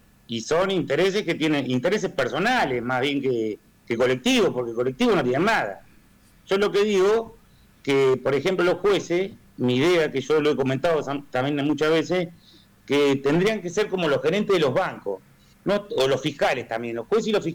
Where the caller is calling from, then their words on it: Trenque Lauquen, Buenos Aires Province, Argentina; yo soy de Trenquelauquen